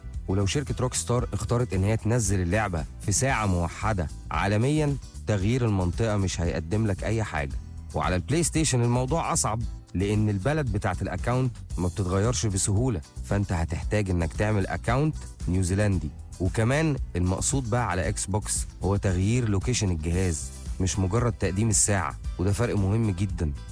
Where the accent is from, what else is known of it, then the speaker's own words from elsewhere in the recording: Egypt; عندنا في مصر